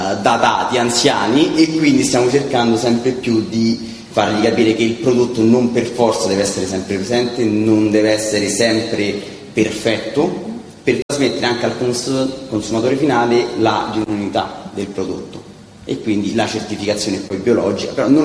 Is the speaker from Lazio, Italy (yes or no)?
yes; Rome, Lazio, Italy